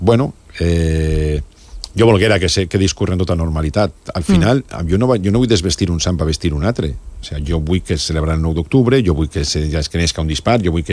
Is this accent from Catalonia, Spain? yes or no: no; Valencian Community, Spain; com a valencià